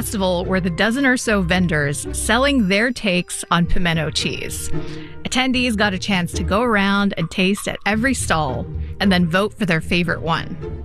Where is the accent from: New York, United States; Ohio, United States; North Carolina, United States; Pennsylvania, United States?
North Carolina, United States; In my home state of North Carolina, we put it on everything from burgers to biscuits.